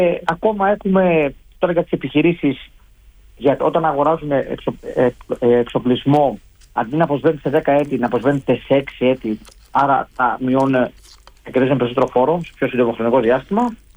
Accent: Kymi, Central Greece, Greece; κατάγομαι και εγώ από την Κύμη, από την Εύβοια, από ένα χωριό το Βίταλο

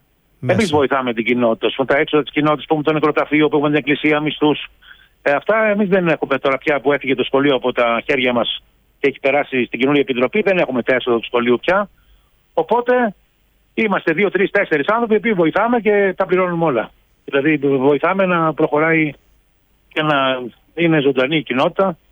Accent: Greece; born there; Γεννήθηκα στην Ελλάδα.

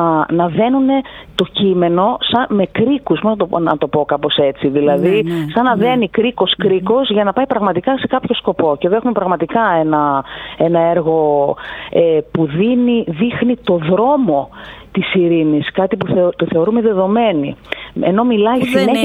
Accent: Greece

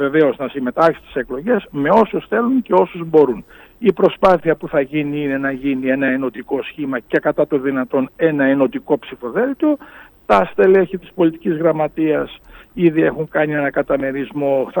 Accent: Drama, Eastern Macedonia and Thrace, Greece; Κατάγομαι από τη Δράμα, είναι κάτι εξοχή συντηρητικό νόμο, όπου δεξιά και ακροδεξιά έχουν περίπου 60%, πάνω από 50% δηλαδή.

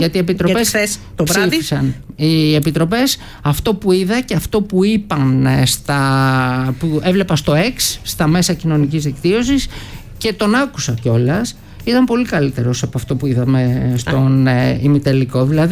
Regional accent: Thessaloniki, Central Macedonia, Greece; Η πόλη μου είναι άλλο

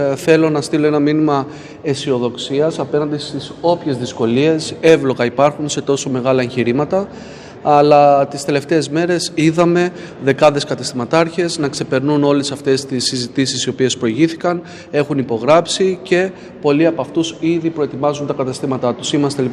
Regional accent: Chania, Crete, Greece; έχουμε όλοι ως Χανιώτες, Κρητικοί και Έλληνες

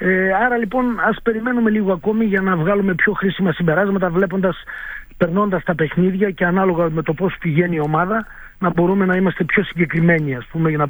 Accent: Greece; εμείς που τουλάχιστον είμαστε Έλληνες

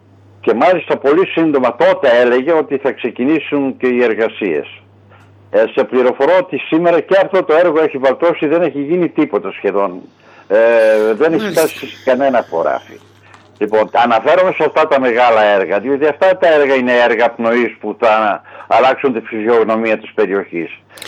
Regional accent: Western Macedonia, Greece; Είμαι από το Δήμο Μελίτης.

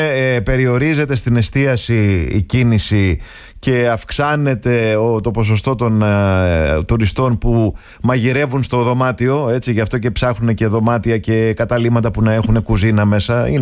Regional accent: Greece; ως Έλληνες τουρίστες

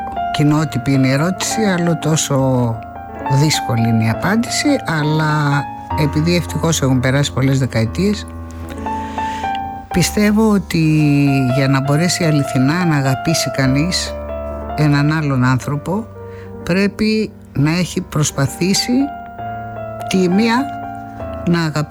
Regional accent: Methana, Attica, Greece; Κυρίως έχω στη μύτη μου τη μυρωδιά από τον τόπο μου αυτό, που ευτύχησα να μεγαλώσω παιδί

